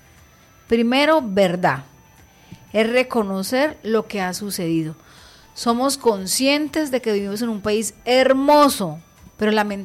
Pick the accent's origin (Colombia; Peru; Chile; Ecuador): Colombia; Como colombianos, estamos viviendo una etapa un poquito complicada, ¿no? Por nuestro país.